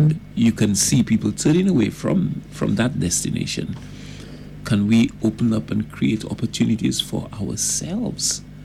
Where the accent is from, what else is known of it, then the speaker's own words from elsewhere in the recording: St. Lucia; and specifically I'm from St. Lucia